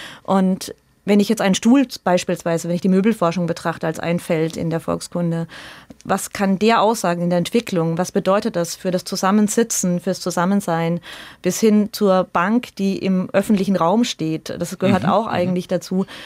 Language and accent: German; Lohr am Main, Bavaria, Germany; born there